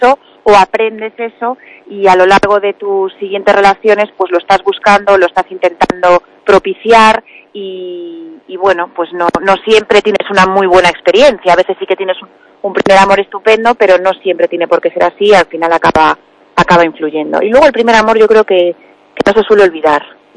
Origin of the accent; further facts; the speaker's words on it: A Coruña, Galicia, Spain; born there; also born or lived in Ourense; yo nací en Ourense y viví allí 5 años antes que nos vinimos a Coruña.